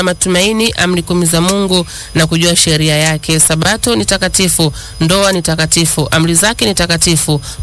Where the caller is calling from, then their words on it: Sumbawanga, Rukwa, Tanzania; natokea Sumbawanga.